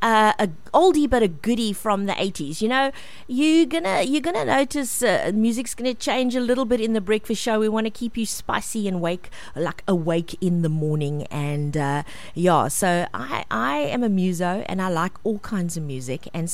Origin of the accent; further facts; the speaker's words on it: Gqeberha, Eastern Cape, South Africa; born there; now in George, South Africa; I was born in Gqeberha.